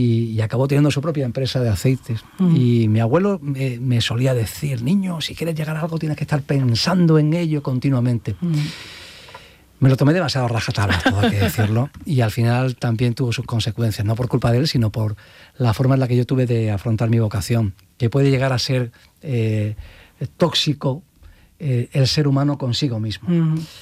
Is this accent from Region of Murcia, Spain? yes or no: no; Granada, Andalusia, Spain